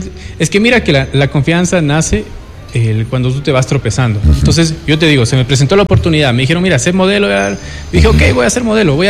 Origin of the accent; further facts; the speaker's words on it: Ecuador; Cuando en realidad, oye, entre ecuatorianos no deberíamos ponernos el p